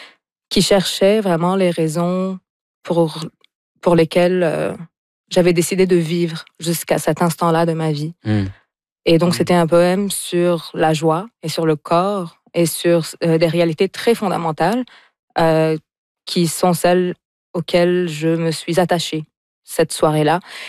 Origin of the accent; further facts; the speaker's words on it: Beirut, Beirut Governorate, Lebanon; moved away; Beyrouth, qui est ma ville natale.